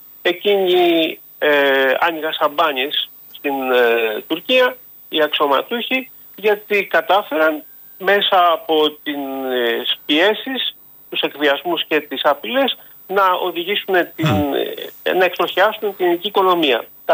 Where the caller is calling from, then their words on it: Greece; σαν Έλληνας πολίτης